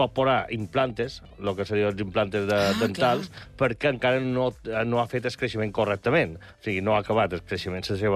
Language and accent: Catalan; Inca, Balearic Islands, Spain; born there; Jo soc nascut a Inca